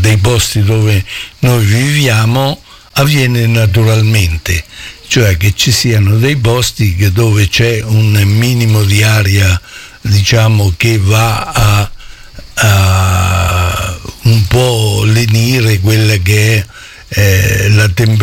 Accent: Montappone, Marche, Italy; born there

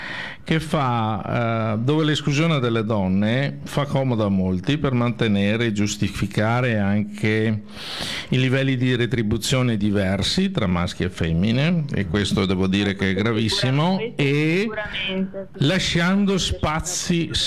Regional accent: Helsinki, Uusimaa, Finland; Italian is a second language; e io vengo da Helsinki dove

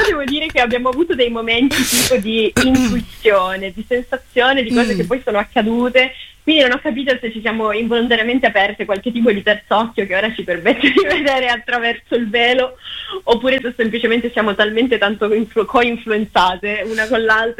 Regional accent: Sardinia, Italy; io sono sarda, quindi arrivo da una comunità matriarcale

